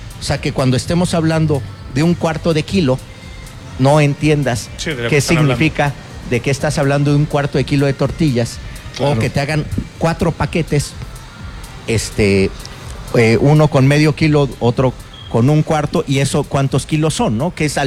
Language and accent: Spanish; Mexico